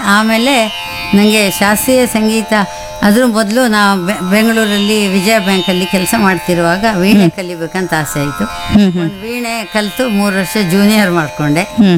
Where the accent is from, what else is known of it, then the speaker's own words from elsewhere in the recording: Kundapura, Karnataka, India; ಕೊನೆಗೆ ನಾವು ಕುಂದಾಪುರಕ್ಕೆ ಬಂದ್ವಿ ನಮ್ಮೂರಿಗೆ.